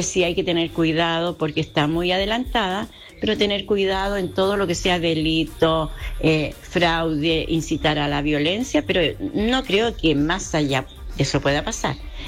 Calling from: Viña del Mar, Valparaíso, Chile; de Viña del Mar.

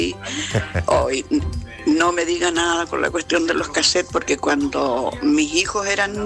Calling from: Labranza, Araucanía, Chile; Un abrazo desde Labranza.

